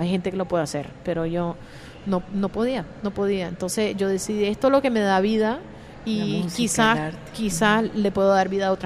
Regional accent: Nicaragua; moved away; yo siempre digo que soy de Nicaragua

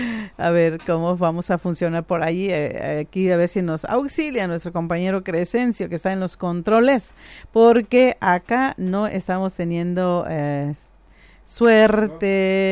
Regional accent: San Juan Mixtepec, Oaxaca, Mexico; Y nosotros somos de San Juan Mixtepe, muchas comunidades que son de San Juan.

